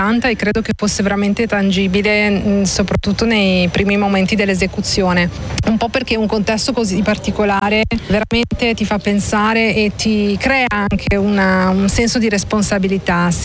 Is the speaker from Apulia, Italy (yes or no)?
no; Veneto, Italy; per me che sono veneta